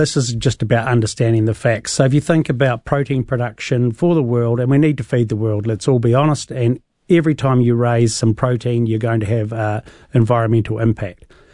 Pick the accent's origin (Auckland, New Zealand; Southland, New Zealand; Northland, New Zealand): Southland, New Zealand; born or raised there